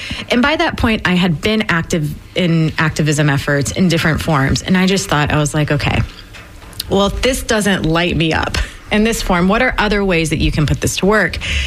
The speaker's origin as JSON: {"language": "English", "town": "Tampa", "region": "Florida", "country": "United States", "said": "So I'm from Florida. I'm from Tampa. My mom's family's from Ybor City."}